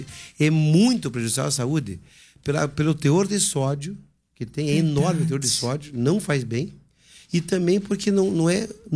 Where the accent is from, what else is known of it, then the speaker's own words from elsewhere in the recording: Curitiba, Paraná, Brazil; moved away; Lá na minha terra, Curitiba, chama de Madalena.